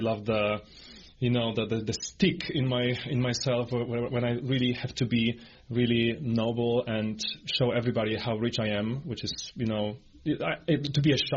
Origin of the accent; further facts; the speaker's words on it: Poland; I'm a baritone from Poland.